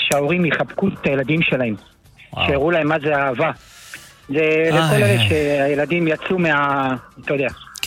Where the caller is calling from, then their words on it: Kiryat Ata, Haifa District, Israel; אני מקריית אתא.